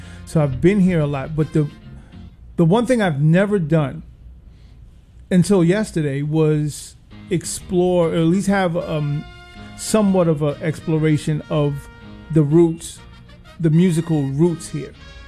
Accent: New York, United States; at least when I was growing up in New York, the school systems removed these type of programs.

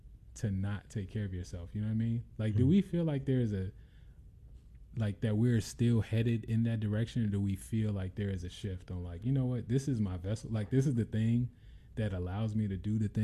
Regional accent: Memphis, Tennessee, United States; yeah, I'm from Memphis.

